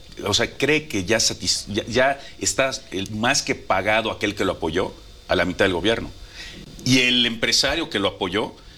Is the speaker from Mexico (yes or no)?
yes; Mexico; todos somos mexicanos